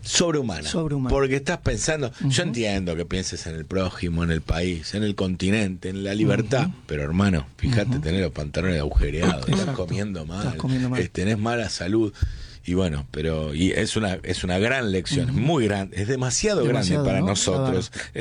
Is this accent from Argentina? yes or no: yes; Argentina; entendiendo esta mistura que somos los argentinos